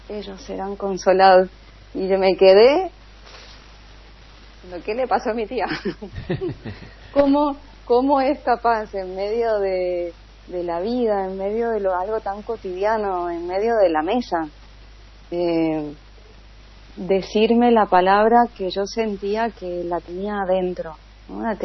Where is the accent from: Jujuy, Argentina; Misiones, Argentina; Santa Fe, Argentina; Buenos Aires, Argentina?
Buenos Aires, Argentina; Soy argentina, soy de acá de Buenos Aires, aunque de mí viví en el campo, viví en la provincia hasta los 7 años.